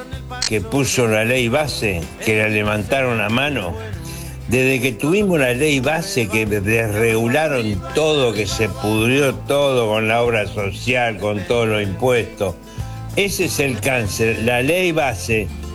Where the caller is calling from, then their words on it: Rosario, Santa Fe, Argentina; soy de Rosario.